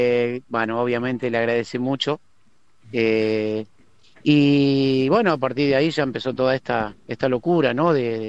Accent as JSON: {"language": "Spanish", "town": "La Matanza", "region": "Buenos Aires Province", "country": "Argentina", "said": "soy veterano de guerra de ahí, ¿no? De La Matanza."}